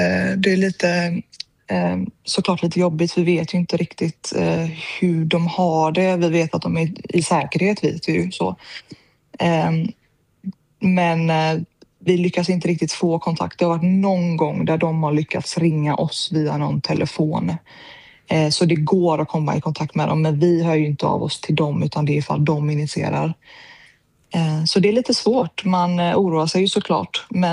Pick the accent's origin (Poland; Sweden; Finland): Sweden; Jag är ju även iransk medborgare och på pass då. Jag är ju född upp i Sverige